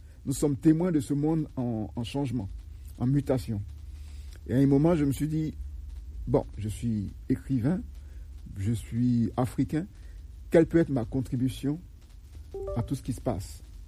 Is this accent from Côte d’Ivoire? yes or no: yes; Dimbokro, Lacs, Côte d’Ivoire; born there; C'est ma région de naissance. Comme vous l'avez dit, je suis né à Dimbokro, okay, et donc cette ville est baignée par le Nzi